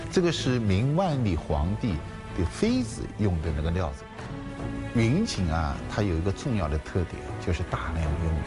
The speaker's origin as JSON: {"language": "Chinese", "town": "Nanjing", "region": "Jiangsu", "country": "China", "said": "因为我是南京人吧，那么就是希望能做一些表现南京题材的作品啊"}